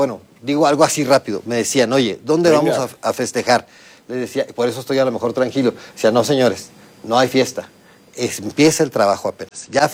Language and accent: Spanish; Mexico; y entonces somos orgullosamente mexicanos, por supuesto